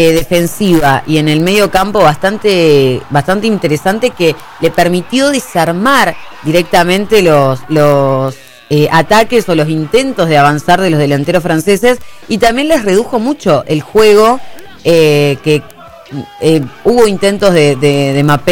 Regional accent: Argentina; al menos yo como argentina pretendo mucho más de la selección argentina.

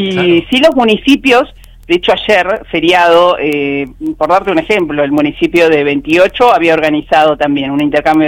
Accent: Argentina; now in Río Turbio, Argentina; viste lo que somos los argentinos.

